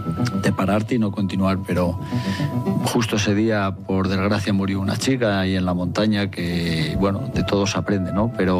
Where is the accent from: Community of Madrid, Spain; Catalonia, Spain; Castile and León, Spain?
Castile and León, Spain; Béjar; Yo soy de Béjar